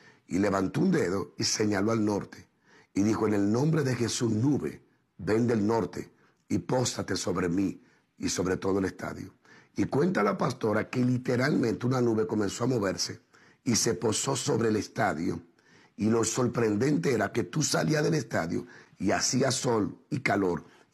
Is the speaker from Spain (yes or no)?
no; Dominican Republic; Dios utilizó de forma, pero muy sobrenatural en mi país, en República Dominicana. Y yo desde muchacho me sentaba a los pies a escuchar sus historias.